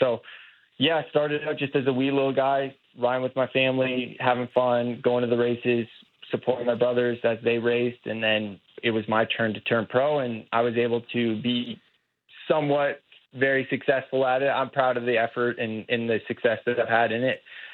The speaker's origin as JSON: {"language": "English", "country": "Canada", "said": "it's massive being Canadian in my home country"}